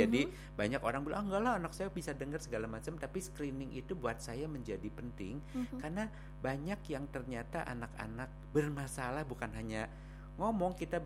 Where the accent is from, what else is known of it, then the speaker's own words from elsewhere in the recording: Bandung, West Java, Indonesia; padahal saya asli Bandung, Sunda.